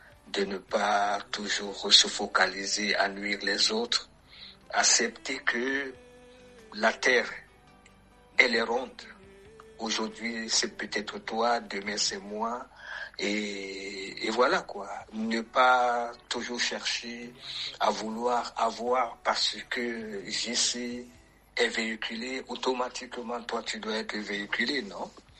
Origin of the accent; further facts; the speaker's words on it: Cameroon; je suis déjà camerounais … fils d'une mère Malimba et d'un père Wodi.